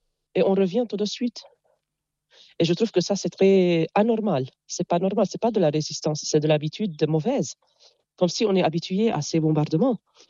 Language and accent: French; Jounieh, Keserwan-Jbeil, Lebanon; Et puisque je suis de Jounieh, vous voyez, l'élève, ou bien dépend de son environnement. À Jounieh, il y a la plage, il y a la mer. Donc, je pense que les vagues, quand je méditais, les vagues dès mon enfance